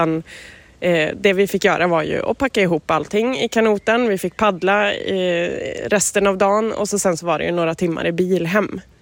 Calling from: Karlstad, Värmland, Sweden

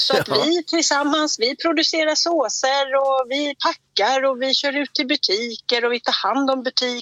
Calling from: Täby, Stockholm County, Sweden; Jag kommer från Täby, men nu är jag på väg ut mot Norrtälje

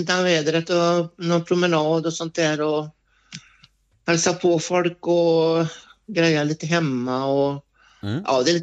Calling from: Åsens bruk, Västra Götaland County, Sweden; vi brukar säga Åsen, så är det bara Åsen då.

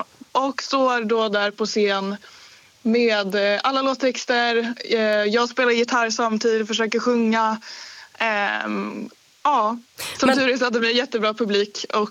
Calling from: Stockholm, Stockholm County, Sweden; Jag är 22 år och jag kommer från Stockholm.

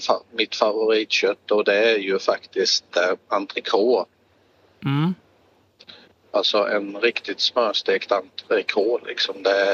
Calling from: Växjö, Kronoberg County, Sweden; Nej, jag är smålänning. Växjöbo, ja.

